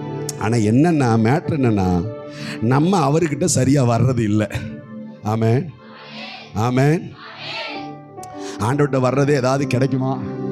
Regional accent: Kerala, India; moved away; என்னோட சொந்த ஊர் கேரளா பக்கத்தில் இருக்குதான ஒரு சின்ன ஊர் கிராமம்

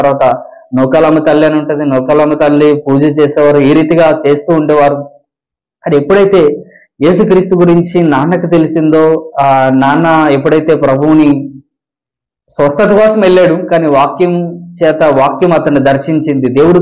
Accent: Kontalam, Andhra Pradesh, India; మాది విశాఖ జిల్లాలో ఒక చిన్న కుగ్రామం, చిన్న గ్రామం. మా గ్రామం పేరు కొంతలం గ్రామం.

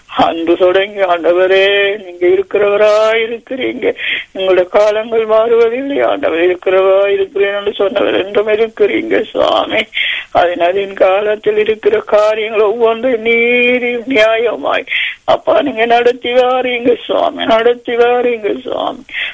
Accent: Sri Lanka; எங்களுடைய தேசம், நாங்கள் பிறந்து வளர்ந்த தேசம் ஆண்டவர், எங்களை மூதாதையர் வாழ்ந்த தேசம்

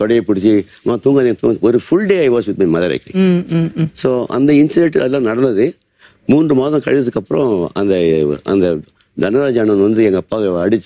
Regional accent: India; moved away as an adult; now in Vellore, India; எனக்கு சொந்த ஊர் வந்து பாம்பூர் தான். அங்கே நான் அந்த 1971 அந்த ஊருக்கு நான் போனேன்.

